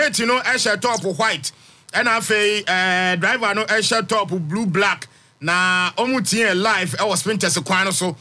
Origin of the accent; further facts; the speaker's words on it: Ghana; As a Ghanaian, normal Ghanaian